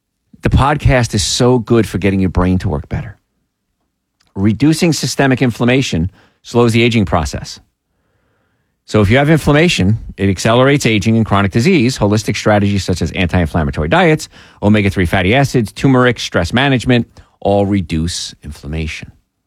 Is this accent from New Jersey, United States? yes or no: yes; New Jersey, United States; growing up in New Jersey in the toxic, I grew up in a place called the Cancer Belt.